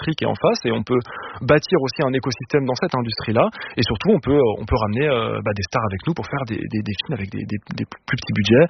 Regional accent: Lyon, Auvergne-Rhône-Alpes, France; Moi, j'ai grandi à Lyon.

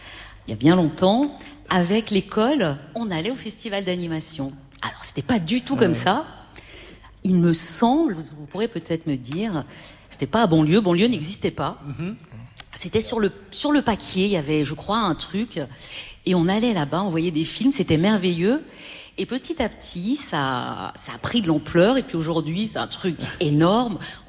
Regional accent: Annecy, Auvergne-Rhône-Alpes, France; Ça réveillait beaucoup de choses en moi, parce que moi je suis d'Annecy

